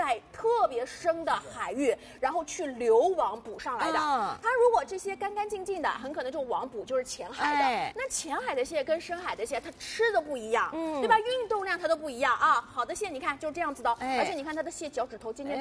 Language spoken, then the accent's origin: Chinese; Shanghai, China